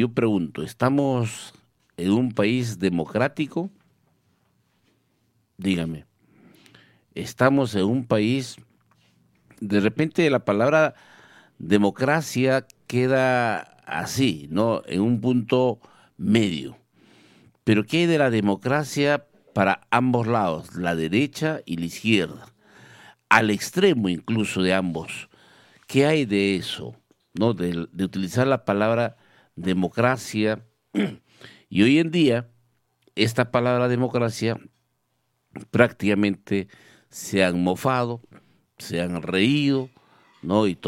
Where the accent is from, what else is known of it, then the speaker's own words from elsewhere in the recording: Villa Rica, Pasco, Peru; ¿Cómo amaneció mi pueblo querido de Villarrica, la tierra del café más fino del mundo?